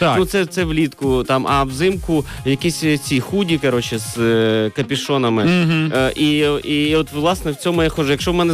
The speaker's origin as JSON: {"language": "Ukrainian", "region": "Kyiv", "country": "Ukraine", "said": "А я з Києва їздив."}